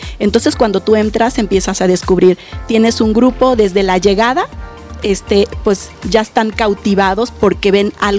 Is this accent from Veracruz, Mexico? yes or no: no; Oaxaca, Mexico; siendo oaxaqueña